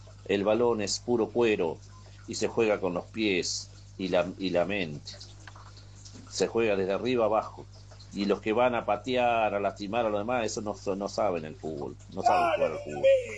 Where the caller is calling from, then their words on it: Argentina; yo soy argentino